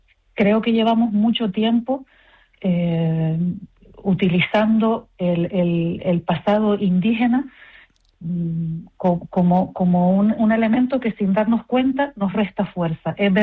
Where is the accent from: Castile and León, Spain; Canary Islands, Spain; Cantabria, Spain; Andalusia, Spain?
Canary Islands, Spain; quiénes somos las personas de Canarias